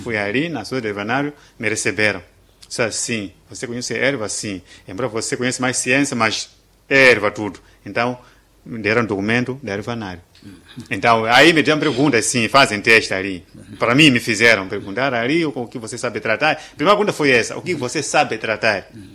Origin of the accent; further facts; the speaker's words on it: Tete, Mozambique; eu sou moçambicano, sou daqui, mas fui ver um pouco na África do Sul.